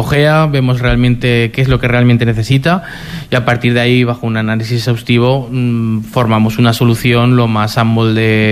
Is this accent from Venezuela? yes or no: no; Zaragoza, Aragon, Spain; born there; yo quería quedarme afincado ya en Zaragoza, quería quedarme afincado en mi pueblo, quería vivir en el pueblo